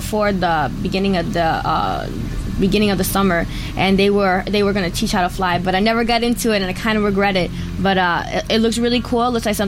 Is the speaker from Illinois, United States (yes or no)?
yes; Chicago, Illinois, United States; Like we're from the Chicagoland area, so we have kids from the city and we have kids from the suburbs.